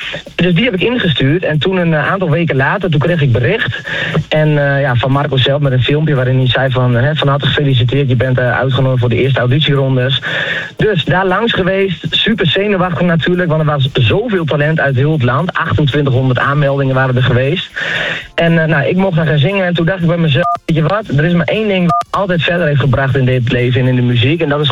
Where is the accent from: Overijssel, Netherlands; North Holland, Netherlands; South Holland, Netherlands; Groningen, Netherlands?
Groningen, Netherlands; ik kom natuurlijk uit Groningen.